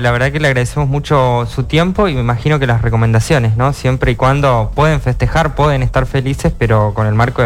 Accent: Argentina; para como argentinos.

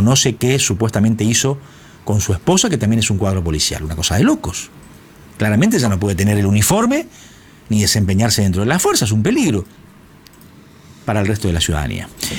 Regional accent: Corrientes, Argentina; somos correntinos y por ahí nos preocupamos por lo que pasa con la policía de Corrientes porque estamos acá

